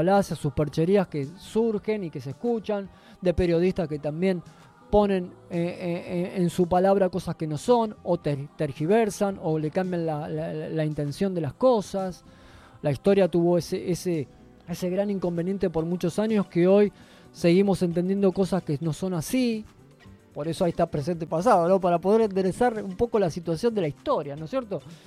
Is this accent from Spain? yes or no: no; Argentina; nosotros como argentinos